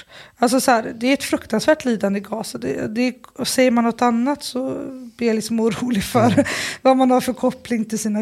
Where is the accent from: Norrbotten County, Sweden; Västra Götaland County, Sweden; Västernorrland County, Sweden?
Västernorrland County, Sweden; Sundsvall; Jag är uppvuxen i Sundsvall.